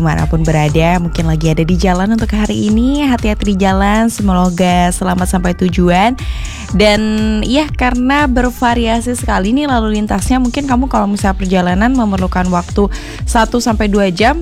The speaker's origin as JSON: {"language": "Indonesian", "region": "Bali", "country": "Indonesia", "said": "kita orang Bali"}